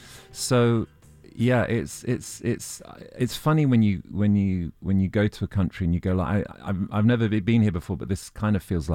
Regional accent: Oxford, South East England, United Kingdom; moved away; I grew up in Oxford

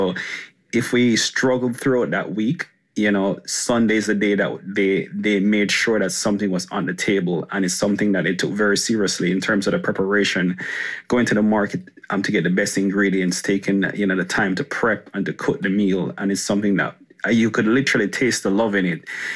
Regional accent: Kingston, Jamaica; So I grew up with my mom, you know, single mom of four. And we grew up downtown Kingston, which, we had our own struggles

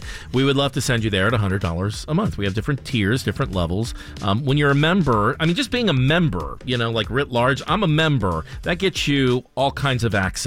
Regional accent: Highland Park, Illinois, United States; also born or lived in Los Angeles; Chicagoland. I'm from Chicagoland. Thank you. We lived in L.A. for many years, settled back in the Midwest to raise our kids.

